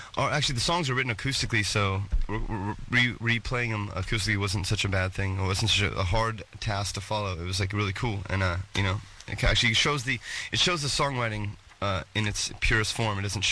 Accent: San Diego, California, United States; I grew up in San Diego.

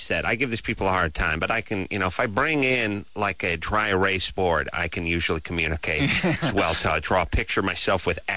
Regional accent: United States; I'm American

